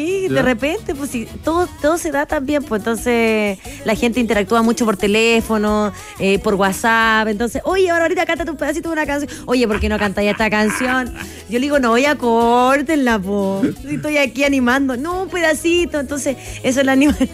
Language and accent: Spanish; Iquique, Tarapacá, Chile; Soy iquiqueña.